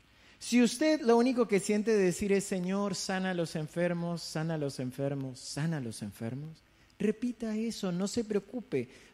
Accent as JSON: {"language": "Spanish", "country": "Colombia", "said": "Aquí no, pero en Colombia, vieron que yo soy colombiana."}